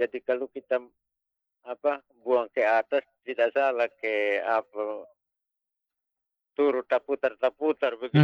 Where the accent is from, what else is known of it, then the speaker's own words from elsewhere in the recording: Sabu, East Nusa Tenggara, Indonesia; Woi, kami pun bermain dari kecil di Sabu sana terlalu banyak.